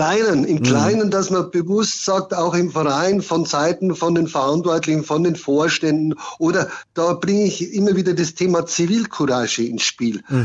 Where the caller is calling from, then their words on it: Regensburg, Bavaria, Germany; Ich bin ja aus Regensburg